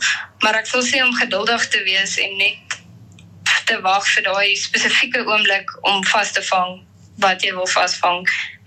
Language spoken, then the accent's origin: Afrikaans; Bothaville, Free State, South Africa; Ek kom van Botawil af